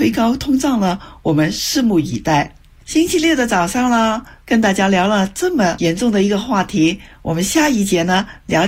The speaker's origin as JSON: {"language": "Chinese", "country": "Canada", "said": "而我们加拿大人呢需要做好准备"}